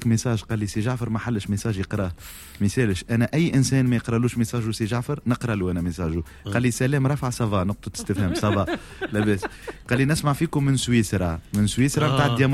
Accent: Tunisia; انا كمواطن تونسي

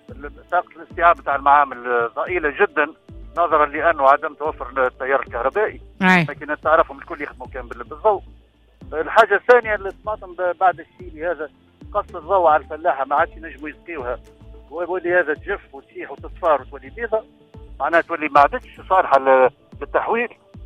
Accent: Tunisia

